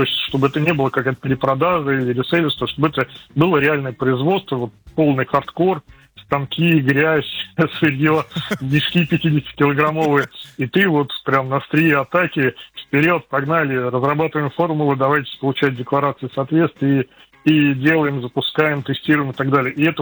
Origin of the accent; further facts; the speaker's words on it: Saratov, Saratov Oblast, Russia; Я из Саратова.